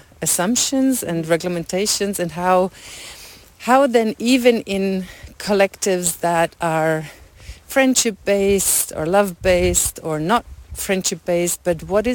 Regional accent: Romania; like you come from the States and I come from Romania

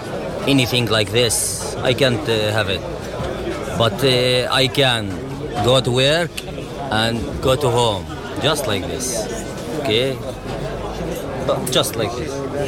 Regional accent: Qalqilya, West Bank, Palestine; English is a second language; I'm from Kolkhelia.

